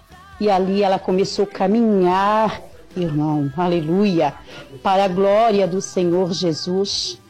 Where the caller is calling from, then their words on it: Porto Belo, Brazil; eu sou aqui de Porto Belo, moro no interior de Sertão Santa Luzia.